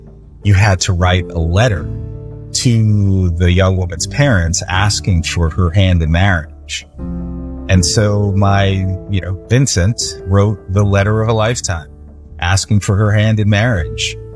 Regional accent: London, United Kingdom; born there; That's why I was born in London, because it was a dream.

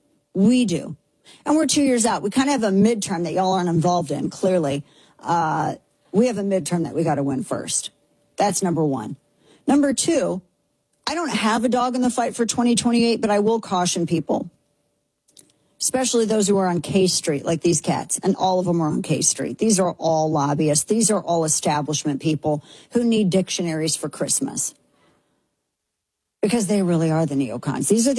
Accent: United States; I'm an American.

